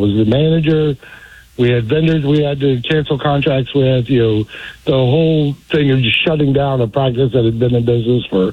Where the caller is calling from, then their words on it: Clearwater, Florida, United States; Clearwater.